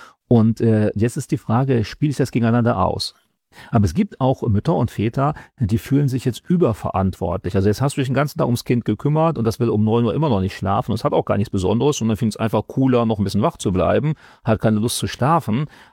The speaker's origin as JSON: {"language": "German", "country": "Germany"}